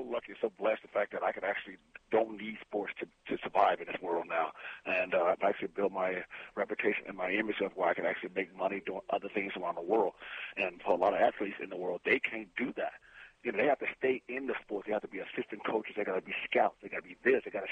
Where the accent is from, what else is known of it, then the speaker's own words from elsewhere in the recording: Dallas, Texas, United States; also born or lived in Oklahoma; I came from Dallas, Texas. I went to Oklahoma for 3 years, and I'm pretty much just a down-home country boy